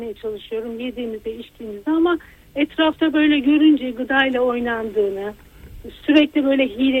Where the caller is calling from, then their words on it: Sakarya, Turkey; Ben Sakarya'dan arıyorum.